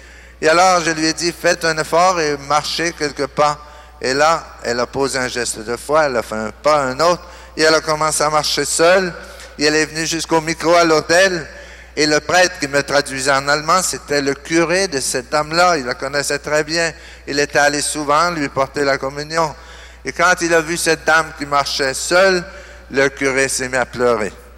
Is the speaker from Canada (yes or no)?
yes; Canada; now in Santo Domingo, Dominican Republic; si on vous avait annoncé qu'un prêtre canadien venait prêcher ici